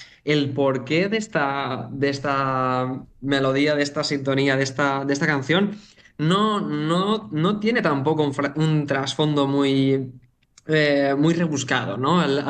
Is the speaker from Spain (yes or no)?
yes; Tavernes de la Valldigna, Valencian Community, Spain; todo lo que había escrito estaba ambientado en Tavernes la Valldigna, en mi pueblo natal de Valencia